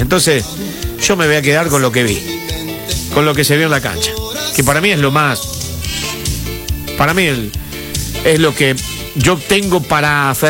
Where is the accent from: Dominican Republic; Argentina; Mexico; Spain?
Argentina; nosotros como argentinos.